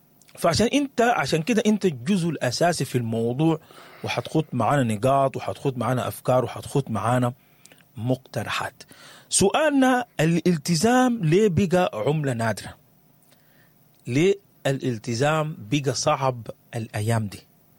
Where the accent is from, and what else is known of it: Sudan